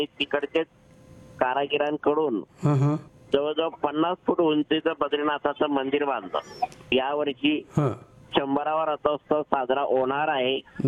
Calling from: Bahadarpur, Maharashtra, India; मी बहादरपूरहून

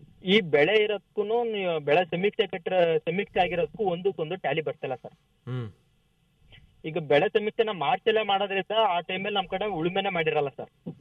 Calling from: Karnataka, India; ಚಂದ್ರಪಟ್ಟಣದ ಹತ್ರ ಕಾಶಿನಹಳ್ಳಿ ಸರ್.

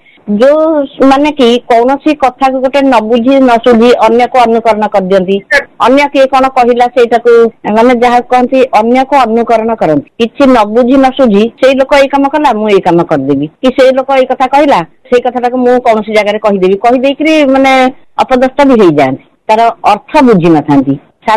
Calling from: Jagatsinghpur, Odisha, India; ମୁଁ ଜଗତସିଂହପୁରରୁ

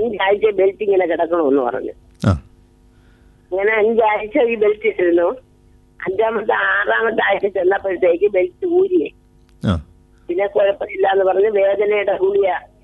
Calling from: Peyad, Kerala, India; ഞാൻ പേയാട് നിന്നാണ് വിളിക്കുന്നത്.

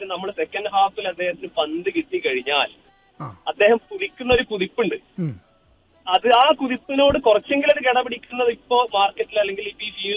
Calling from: Venniyur, Kerala, India; വെന്നിയൂരാണ്, Malappuram.

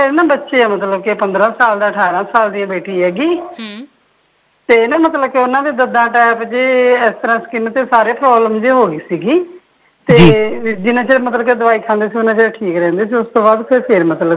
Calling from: Bathinda, Punjab, India; ਬਠਿੰਡੇ ਤੋਂ ਬੋਲਦੇ ਹਾਂ ਮੈਡਮ ਅਸੀਂ

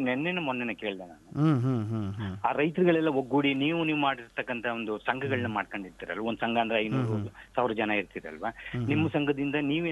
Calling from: Mandya, Karnataka, India

